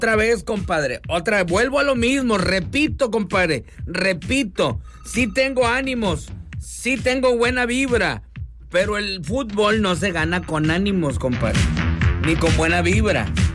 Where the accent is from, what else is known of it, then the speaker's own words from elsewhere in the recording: Mexico; pues soy mexicano